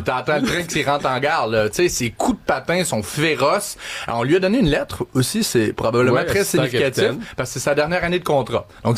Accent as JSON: {"language": "French", "town": "Trois-Rivières", "region": "Quebec", "country": "Canada", "said": "Autant je suis fier de Trois-Rivières, autant j'inviterais pas l'international à venir."}